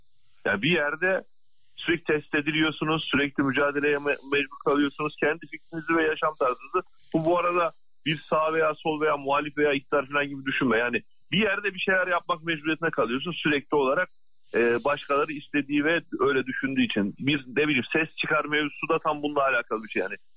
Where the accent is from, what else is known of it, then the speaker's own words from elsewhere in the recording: İskilip, Çorum, Turkey; Çorumlusum abi. Çorum İskilipliyim.